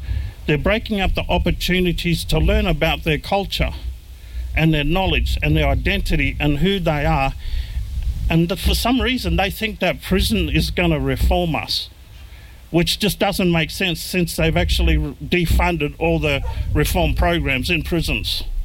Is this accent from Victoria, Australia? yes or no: no; Northern Territory, Australia; also born or lived in Tennant Creek; although we grew up on Larrakia country, we only knew half of our identity.